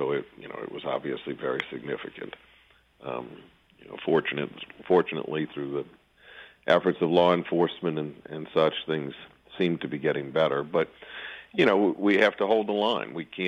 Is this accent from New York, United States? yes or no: no; Jefferson Parish, Louisiana, United States; I am born and raised in Jefferson Parish. I've raised my children here. My mom and dad are in their 80s. They're still here, as are my brothers and their families and my nephews and nieces.